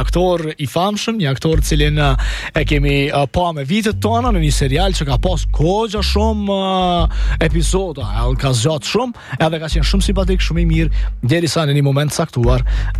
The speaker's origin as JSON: {"language": "Albanian", "country": "Kosovo", "said": "Unë jam zhifen nga Kosovë."}